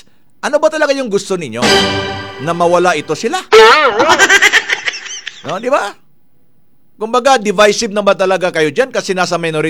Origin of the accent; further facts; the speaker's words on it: Davao City, Davao Region, Philippines; mga balita sa amin sa Davao City